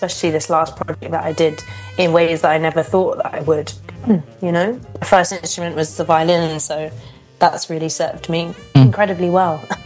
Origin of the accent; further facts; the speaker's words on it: London, United Kingdom; I grew up in Camden Town, which was quite an eclectic place.